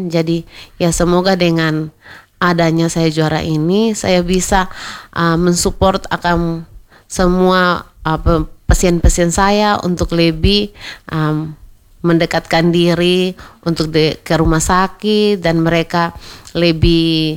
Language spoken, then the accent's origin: Indonesian; East Nusa Tenggara, Indonesia; kita orang NTT rasa malunya tinggi.